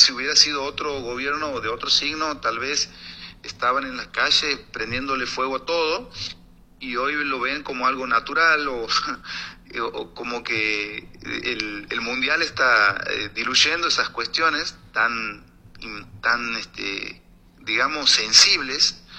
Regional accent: Argentina

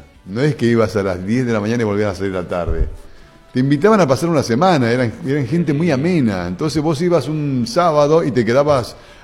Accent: Maipú, Buenos Aires Province, Argentina; born there; moved away; yo me acuerdo en Maipú, yo digo siempre mi pueblo porque amé vivir en Maipú, en Buenos Aires.

